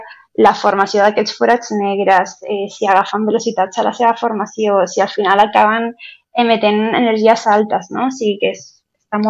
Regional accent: Canary Islands, Spain; Catalan is a second language

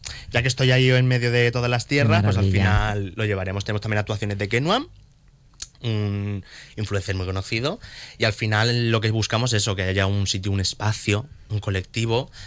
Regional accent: Elche, Valencian Community, Spain; born there; also born or lived in Murcia; yo soy nacida en Elche, pero mi corazón está dividido en Elche y en Murcia. O sea, yo represento a las dos tierras

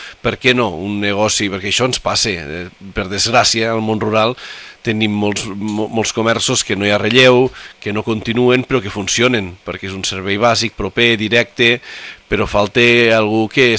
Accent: Corbins, Catalonia, Spain; Jo quan dic amb jornades d'alcaldies que sóc de Corbins

